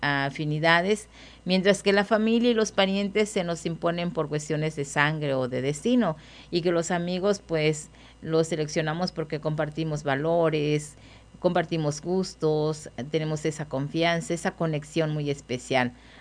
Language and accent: Spanish; Mexico